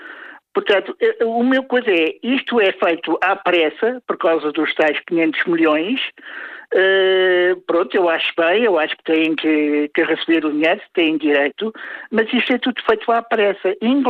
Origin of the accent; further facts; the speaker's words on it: Lisbon, Portugal; born there; eu não sou cigano, não sou preto, eu sou lisboeta, nasci em Lisboa, sou português e sou branco.